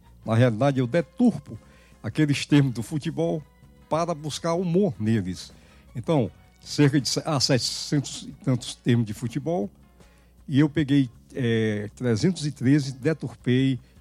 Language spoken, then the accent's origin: Portuguese; Ceará, Brazil; Sou de Xanamubim, né?